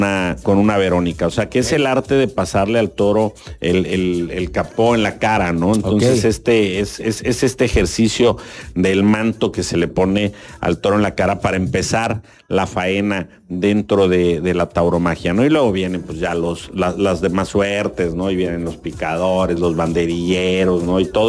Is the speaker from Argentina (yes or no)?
no; Mexico; now in Tapachula, Mexico; los que más lo hemos profesado somos los mexicanos